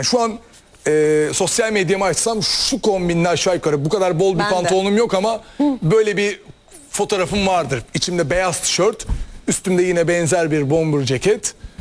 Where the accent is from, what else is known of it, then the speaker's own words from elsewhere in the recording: Skopje, North Macedonia; Üsküp. Üsküp. Tabii tabii. Hmm, Arnavutuz biz.